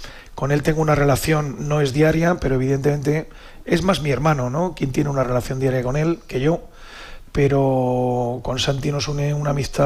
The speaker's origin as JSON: {"language": "Spanish", "town": "Puertollano", "region": "Castilla-La Mancha", "country": "Spain", "said": "Digo, yo soy de Puerto Llano."}